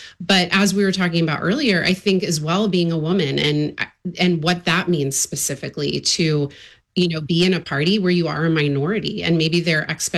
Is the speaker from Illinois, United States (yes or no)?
no; Texas, United States; born or raised there; moved away as an adult